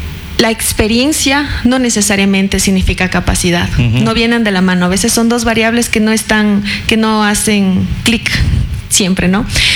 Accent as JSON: {"language": "Spanish", "town": "Pelileo", "region": "Tungurahua", "country": "Ecuador", "moved": "as an adult", "said": "han pasado casi 11 años desde que yo fui reina de mi cantón"}